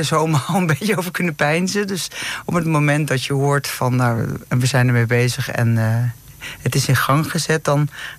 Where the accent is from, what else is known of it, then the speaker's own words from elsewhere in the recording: Loenen, Netherlands; ik kom uit Loenen.